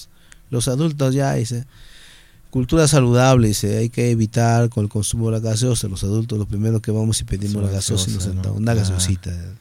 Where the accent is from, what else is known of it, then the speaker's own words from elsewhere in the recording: Peru; Yo vengo del país más cochino de América Latina, vengo de Perú.